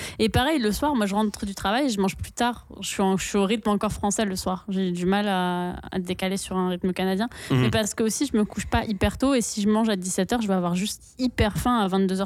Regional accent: France; moved away; Moi, j'ai grandi en France

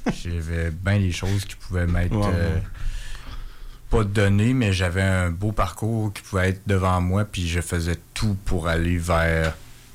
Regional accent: Quebec City, Quebec, Canada; puis j'ai 38 ans. Je suis né, puis j'ai grandi à Québec.

